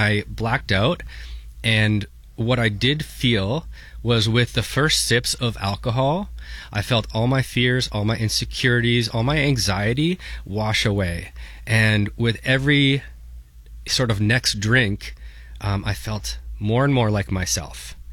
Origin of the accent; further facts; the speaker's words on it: St. Catharines, Ontario, Canada; I grew up in St. Catharines.